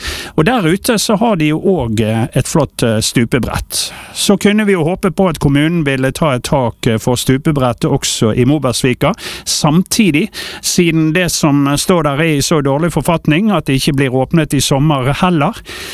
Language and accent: Norwegian; Western Norway, Norway; men som vestlendinger så har vi jo evnen til å vente